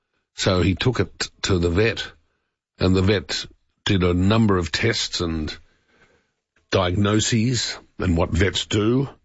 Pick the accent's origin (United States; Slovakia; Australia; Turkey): Australia; Melbourne, Victoria; also born or lived in Brisbane; That is, and I don't want to exaggerate, 300 metres from where I grew up in Melbourne.